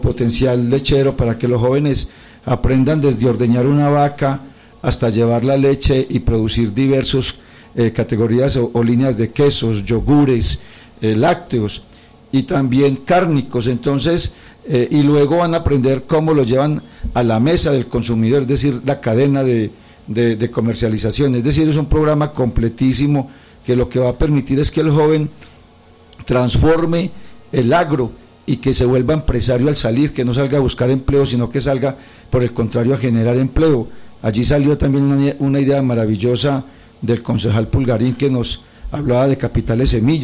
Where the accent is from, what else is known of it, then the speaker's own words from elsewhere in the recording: Samaná, Caldas, Colombia; y hoy aquí en Samaná, en mi pueblo